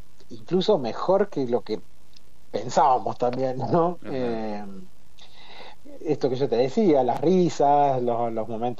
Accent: Trenque Lauquen, Buenos Aires Province, Argentina; now in La Plata, Argentina; yo soy oriundo de Trenquelauquen y cuando me vine a vivir a La Plata

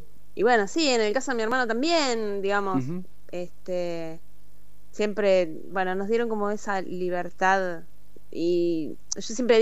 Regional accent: Tandil, Buenos Aires Province, Argentina; moved away as an adult; now in La Plata, Argentina; Yo nací en Tandil.

